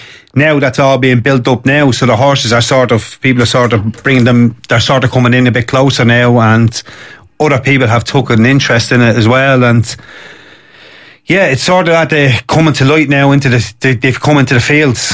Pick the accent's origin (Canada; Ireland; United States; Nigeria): Ireland; Darndale, County Dublin; I wasn't born and bred in Darndale, but it was a 1-year-old when I moved in, and all through my lifetime and to today, there's been horses.